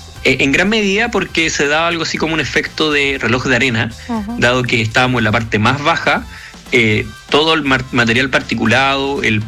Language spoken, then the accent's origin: Spanish; Chile; De lo que conozco, porque soy chileno, fue un terremoto muy superficial, comparado con los de Chile.